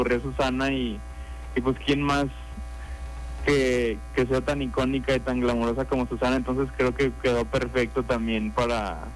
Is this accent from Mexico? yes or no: yes; León, Guanajuato, Mexico; now in Mexico City, Mexico; Somos de León, Guanajuato.